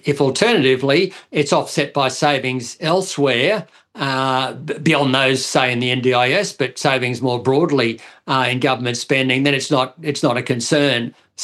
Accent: Australia; look, as an Australian, I don't mind getting $200 to $300 back

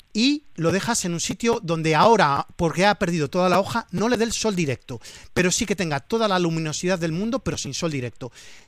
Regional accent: Valencian Community, Spain; yo a ti te voy a recomendar como buen valenciano el kumquat.

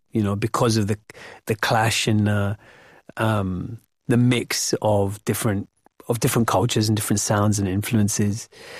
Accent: Wembley, London, United Kingdom; So I grew up in the mid-90s in the UK. I grew up in Wembley.

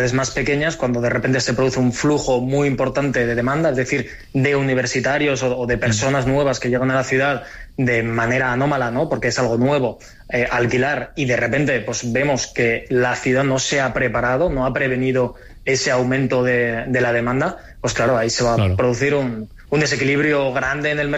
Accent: Altea, Valencian Community, Spain; Mira, yo cuando empecé a estudiar, yo llegué de un pueblito de Alicante, de Altea, me fui a estudiar a Valencia con tres amigos del bachiller.

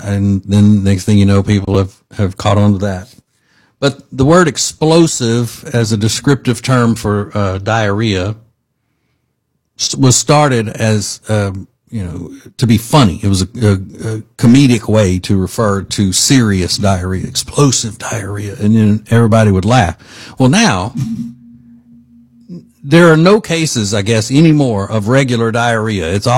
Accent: Louisiana, United States; also born or lived in Alabama; now in Charlotte, United States; when I lived in Alabama or when I was growing up in Louisiana.

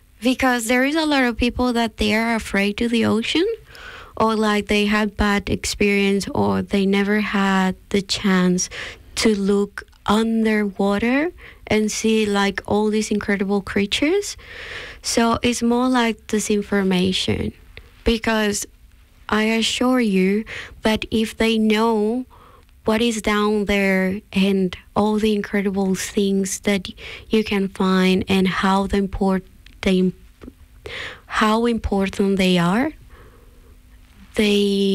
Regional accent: Colombia; I come from South America, and Colombia has a very big gap between like people in general.

